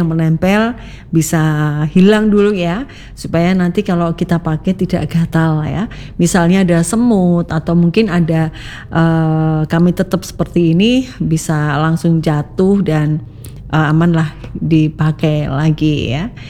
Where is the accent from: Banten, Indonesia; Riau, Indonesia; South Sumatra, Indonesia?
South Sumatra, Indonesia; Palembang; Maklum saya asli Palembang, jadi benar-benar gak tahu.